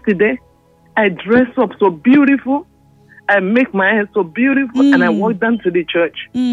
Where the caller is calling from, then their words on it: Agege, Lagos, Nigeria; I'm calling from Agege Momo.